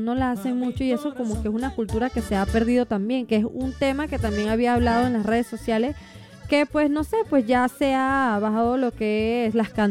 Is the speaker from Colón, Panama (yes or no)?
no; Las Palmas, Veraguas, Panama; born there; yo soy de Las Palmas